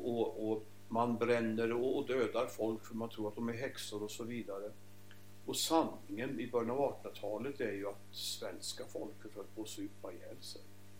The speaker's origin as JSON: {"language": "Swedish", "region": "Örebro County", "country": "Sweden", "tie": "born or raised there", "said": "Närke. Det här är min hembygd. Vi sitter här i Närke nu, mina hembygder."}